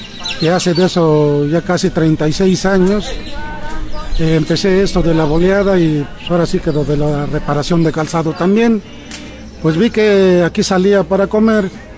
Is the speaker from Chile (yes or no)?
no; San Bartolo Tutotepec, Hidalgo, Mexico; born there; also born or lived in San Jerónimo, Hidalgo; nací en San Jerónimo Hidalgo en 1964, el 14 de enero. Pero de muy chico me vine de mi tierra por cosas, pues ahora sí que para buscar mejores oportunidades. Llegué aquí a San Bartolo y desde entonces me encuentro aquí. Me fui algunos días de nuestro pueblo por las necesidades como de cada quien. Pero más tarde regresé